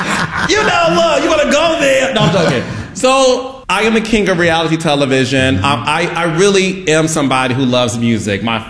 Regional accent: Detroit, Michigan, United States; You know, I'm from Detroit, Michigan.

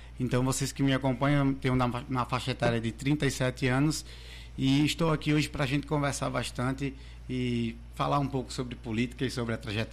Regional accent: Natal, Rio Grande do Norte, Brazil; Eu sou natural de Natal.

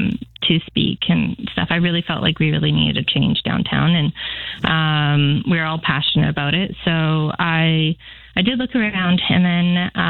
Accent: Victoria, British Columbia, Canada; I was born and raised down here in Victoria. And so I've experienced the potential of the city.

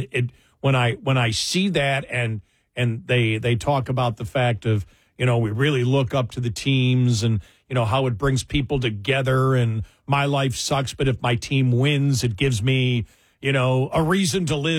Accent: Northeast, United States; you're thinking of growing up in the Northeast

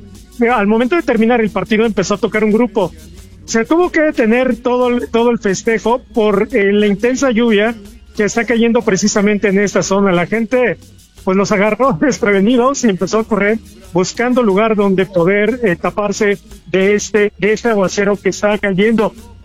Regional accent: Mexico; yo soy mexicano.

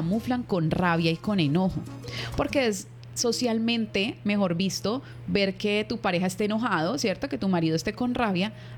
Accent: Cali, Valle del Cauca, Colombia; nosotros como caleños somos demasiado resilientes.

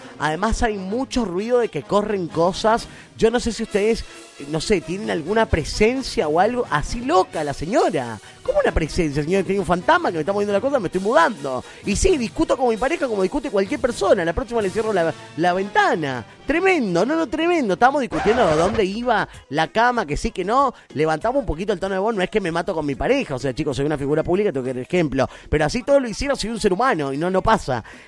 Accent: Rivadavia, Mendoza, Argentina; Yo soy de Rivadavia y dicen por acá, tengo el vecino de enfrente que tiene dos novias.

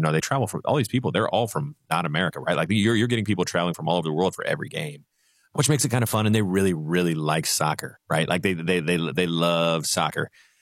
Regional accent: Columbus, Ohio, United States; my wife is an Ohio State Buckeye fan because I grew up around Columbus

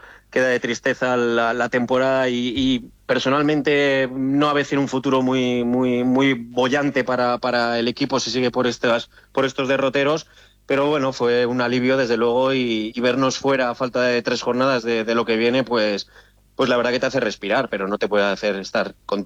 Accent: Valladolid, Castile and León, Spain; que sí, que somos de Valladolid, aficionados del Valladolid y demás

